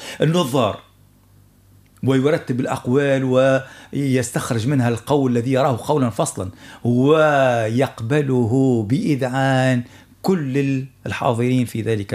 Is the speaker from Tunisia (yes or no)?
yes; Tunisia; أنا كتونسي